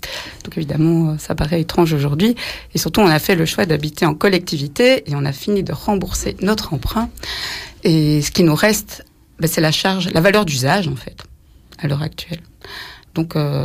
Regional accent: Molenbeek, Brussels-Capital Region, Belgium; Plus précisément, je suis née à Anderlecht. Justement, c'est la commune d'où vient la carte. Ensuite, j'ai grandi à Molenbeek, vraiment dans le vieux Molenbeek, près de la chaussée de Gand, jusqu'à mes 20 ans

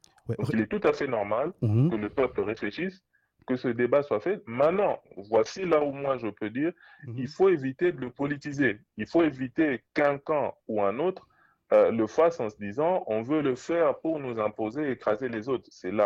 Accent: DR Congo; Pour moi, en tant que Congolais

